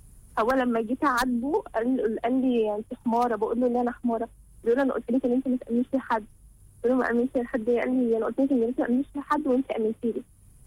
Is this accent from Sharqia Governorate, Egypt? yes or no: yes; Sharqia Governorate, Egypt; انا من الشرقيه.